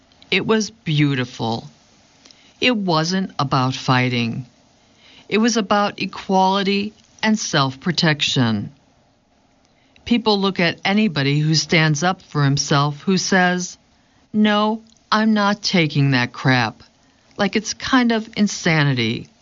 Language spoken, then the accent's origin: English; Chicago, Illinois, United States; born or raised there